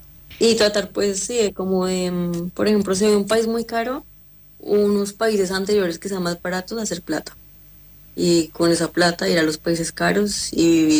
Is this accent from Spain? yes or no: no; Colombia; moved away; soy de Colombia, estoy viajando en bici